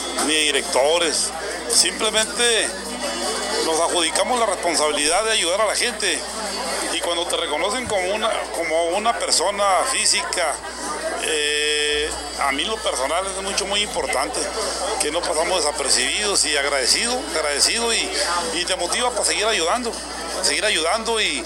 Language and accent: Spanish; Nogales, Sonora, Mexico; provengo de una familia con carencias, soy de Nogales